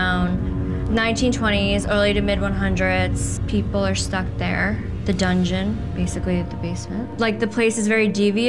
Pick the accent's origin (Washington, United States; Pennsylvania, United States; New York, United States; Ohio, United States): New York, United States; I grew up in the Hudson Valley. So the Hudson Valley is known for aliens and UFOs.